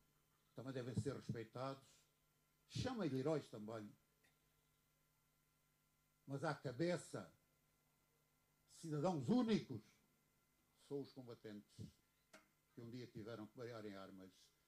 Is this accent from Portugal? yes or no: yes; Castelo Branco, Centro, Portugal; Termino com a satisfação de estar muito perto da minha terra. Eu sou um albicastrense convicto e, portanto, estou na Covilhã